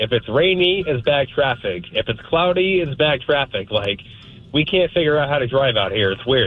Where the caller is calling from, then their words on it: United States; I'm American, baby.